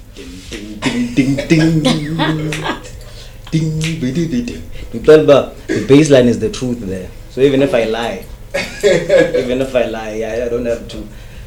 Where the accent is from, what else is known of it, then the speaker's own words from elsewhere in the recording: Carletonville, Gauteng, South Africa; But I grew up in Wete